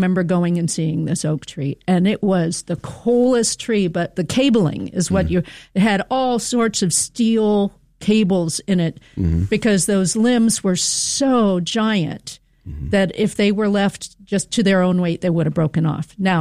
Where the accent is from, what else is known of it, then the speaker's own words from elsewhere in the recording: Maryland, United States; I grew up in Maryland. A lot of my listeners know this.